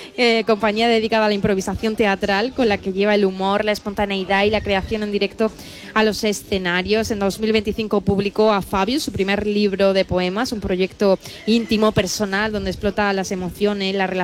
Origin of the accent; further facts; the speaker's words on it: Adra, Andalusia, Spain; Yo soy de Adra, claro que te conozco, has hecho un mural hace poco en mi pueblo que lamentablemente vandalizaron.